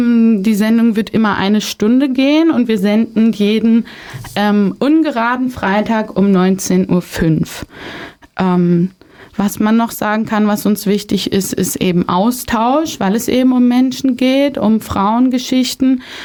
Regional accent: Eschwege, Hesse, Germany; ich komme aus Eschwege und ich sitze hier mit Helga.

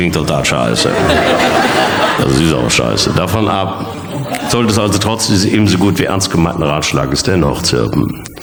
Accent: Bochum, North Rhine-Westphalia, Germany; Ich komme ja aus Bochum und Bochum ist im Prinzip nichts anderes als Toys R Us mit Rand.

